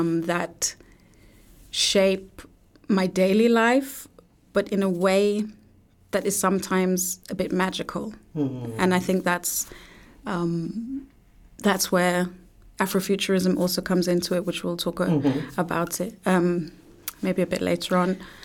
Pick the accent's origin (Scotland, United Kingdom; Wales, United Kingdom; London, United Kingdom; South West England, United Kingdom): London, United Kingdom; So I grew up in the UK. I grew up in London. Mm-hmm. I was born in London. My mom is from Austria. My dad is from Nigeria, is Igbo.